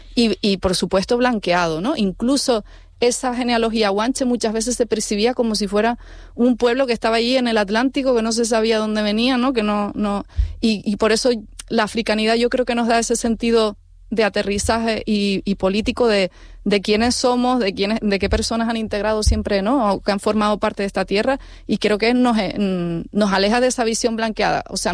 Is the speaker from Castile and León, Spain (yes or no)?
no; Canary Islands, Spain; Somos ese sujeto canario, que es un sujeto de mezcla.